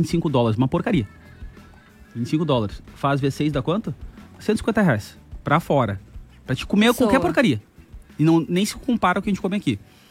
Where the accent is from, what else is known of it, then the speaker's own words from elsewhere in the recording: Porto Alegre, Rio Grande do Sul, Brazil; Eu venho de Porto Alegre, da Ubra. Dá 25 minutos da minha casa até a Ubra.